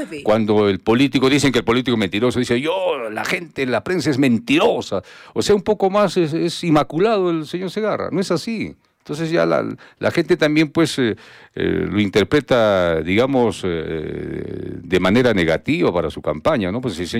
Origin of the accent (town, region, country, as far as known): Arequipa, Peru